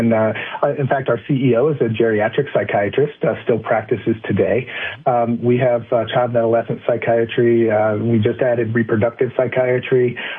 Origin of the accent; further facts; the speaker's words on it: Midwest, United States; I'm a Midwesterner and, you know, we tend to think that it's not our business